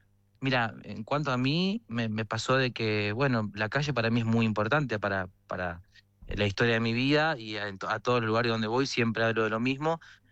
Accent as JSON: {"language": "Spanish", "country": "Argentina", "accent": "Argentine", "said": "porque de repente nos escuchaban el acento y nos decían, ah, argentinos"}